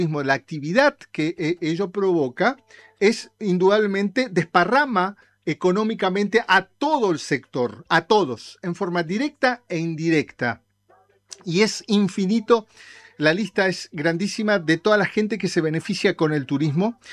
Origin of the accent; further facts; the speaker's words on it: Misiones, Argentina; de mi monte, mi selva, mi tierra colorada, de la provincia hermosísima que tenemos allá en el norte, el litoral argentino, haciendo patria, que es la provincia de Misiones.